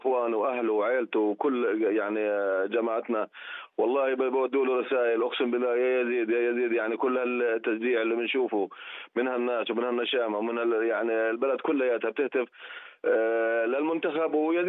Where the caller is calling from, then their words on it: Jordan; هون عندنا بالاردن